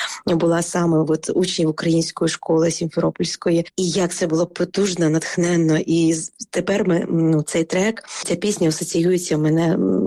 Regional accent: Crimea, Ukraine; Мій рідний Крим, рідна кримсько-татарська мова та українська мова України. Я просто просто це, знаєте, з молоком матері, все, що стосується Криму і мого народу, та традиції.

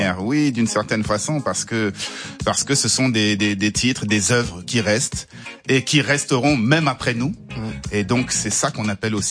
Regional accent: Sarcelles, Île-de-France, France; Nous, on a grandi à Garches-Sarcelles, je le rappelle, dans le 95.

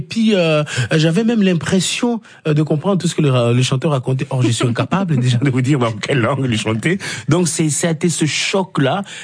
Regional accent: Kolwezi, Lualaba, DR Congo; moved away; entre moi de venir de Kolwezi, ma ville natale, jusque en Europe, en Belgique, France, ça a été un chemin.

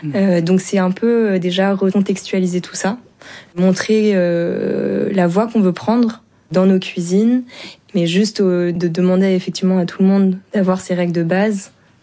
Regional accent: France; born there; moi, je suis née en France et j'ai des origines chinoises. Et quand je vais en Chine, je me sens étrangère.

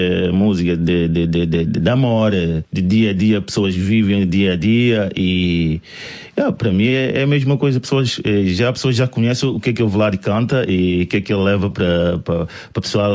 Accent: Guinea-Bissau; now in Paris, France; Mas é a minha terra na mesma.

